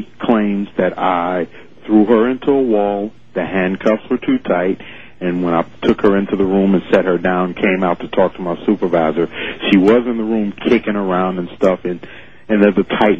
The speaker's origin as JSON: {"language": "English", "town": "Chicago", "region": "Illinois", "country": "United States", "tie": "born or raised there", "said": "I'm black man here in Chicago myself, born and raised on the South Side."}